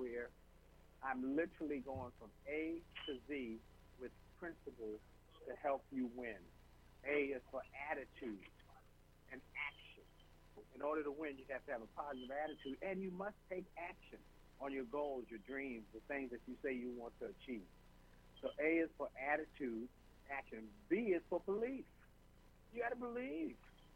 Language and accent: English; Washington, District of Columbia, United States; I grew up in Washington, D.C., and yeah. I still live there.